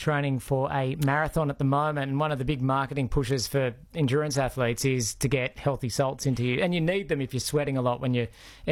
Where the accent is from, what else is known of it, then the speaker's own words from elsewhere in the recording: Australia; born there; Yeah, I come from a Mediterranean background. I was born in Australia, and so are my parents